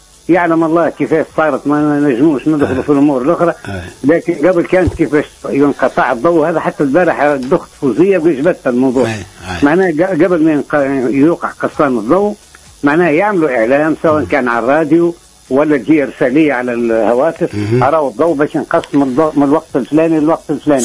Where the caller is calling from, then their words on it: Tunisia; احنا كي نقولوا في قادس يقولون انتم من الجنوب. لا نقولوا احنا من قادس ماناش من سطاوين.